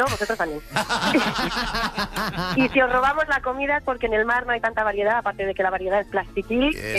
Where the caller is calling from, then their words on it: Vigo, Galicia, Spain; siendo viguesa